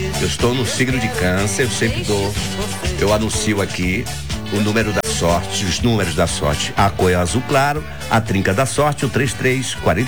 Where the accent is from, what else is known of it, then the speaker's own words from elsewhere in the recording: Brazil; eu sou brasileiro